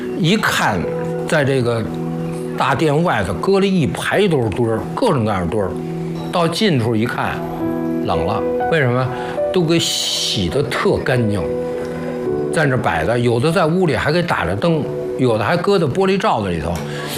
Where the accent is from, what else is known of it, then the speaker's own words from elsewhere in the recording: China; 作为中国人